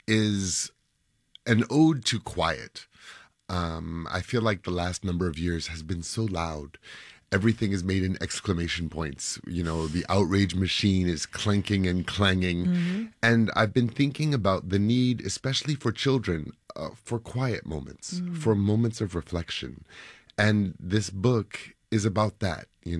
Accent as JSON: {"language": "English", "town": "New York City", "region": "New York", "country": "United States", "said": "I love to walk, I'm a New Yorker, I walk, you're in the middle of everything."}